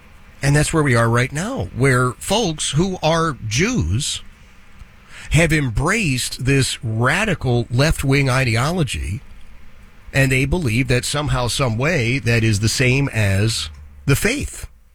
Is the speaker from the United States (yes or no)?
yes; Philadelphia, Pennsylvania, United States; Philadelphia, my hometown.